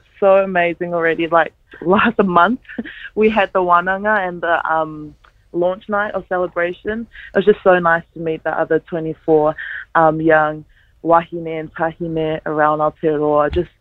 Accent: Taiwan; Like, I grew up in Taiwan, so that's where I first learned about climate change.

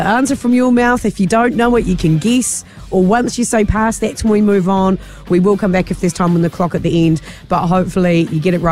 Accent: Hutt Valley, Wellington, New Zealand; I'm from the Heart Valley, guys.

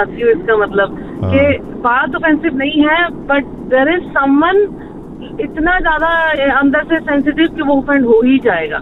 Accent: North India, India; और मैं north India से हूँ तो मैं उनकी बात करूंगी।

